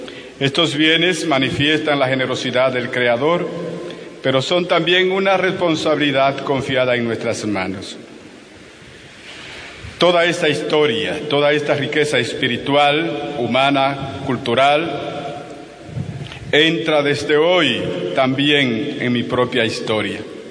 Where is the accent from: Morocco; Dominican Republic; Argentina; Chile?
Dominican Republic; San Francisco de Macorís, Duarte; born there; also born or lived in Barahona; now in La Vega, Dominican Republic; a todos los que han venido desde Barahona, de donde vengo, y de San Francisco de Macorís, donde nací y di los primeros pasos en la fe.